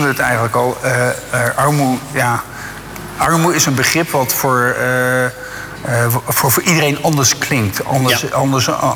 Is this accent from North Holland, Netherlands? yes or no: no; Zwijndrecht, South Holland, Netherlands; Kijk, ik ben geboren in Zwijndrecht. Ik ben geboren in de Vermeerstraat. En dat was een nieuwbouwgebied. Dat is nou ja, achter de passage, laat ik het zo zeggen.